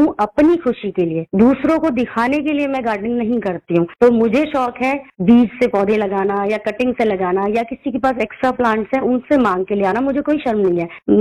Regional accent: Uttarakhand, India; moved away; मैं पहाड़ों से हूँ, मैं बेसिकली उत्तराखंड से हूँ

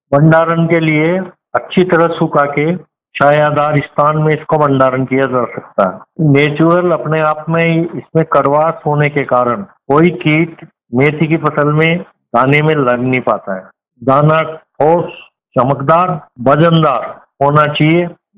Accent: Gulkhedi, Rajasthan, India; गांव गुलखेड़ी, तहसील चिपावड़ो, जिला बारा का रहने वाला हूँ।

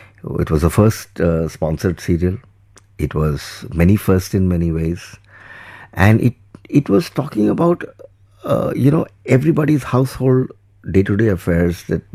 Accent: Delhi, India; born there; I'm from Morden.

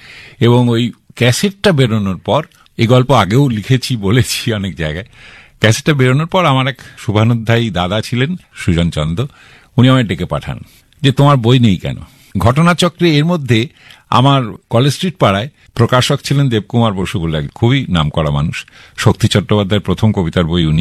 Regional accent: Bhatpara, West Bengal, India; আমি মফস্বলের ছেলে, গঙ্গার ধারে বাড়ি, ছোট ছোট, হ্যাঁ, ভাটপাড়া

